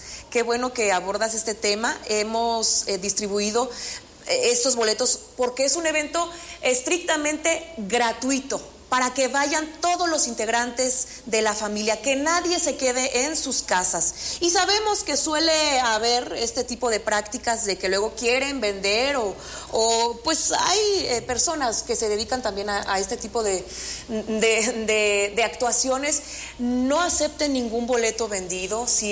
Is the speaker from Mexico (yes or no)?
yes; Mexico